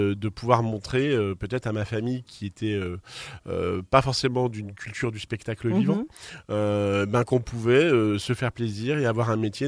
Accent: eastern France, France; now in Gascony, France; Moi, je suis un gars de l'Est de la France.

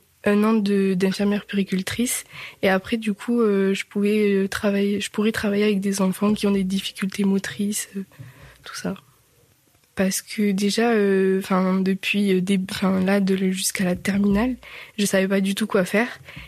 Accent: Montauban, Occitanie, France; born there; je suis née à Montauban et j'habite à Quéus.

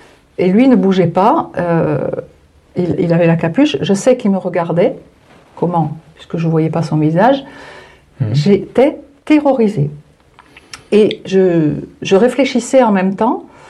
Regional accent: Calvi, Corsica, France; je suis corse et on habitait à Calvi.

